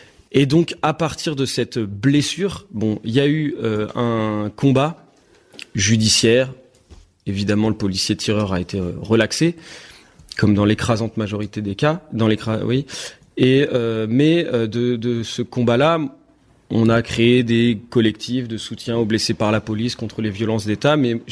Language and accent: French; Nantes, Pays de la Loire, France; Je suis nantais